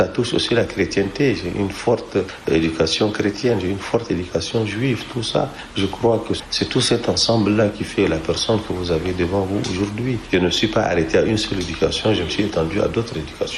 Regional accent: Chad; Après tout, je suis tchadien, non, je leur appartiens tous.

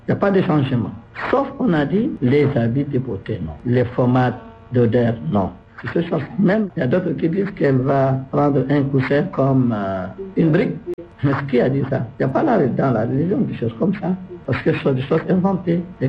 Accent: Chad; Chez nous, au Tchad, la femme, avant, elle prend le tissu blanc.

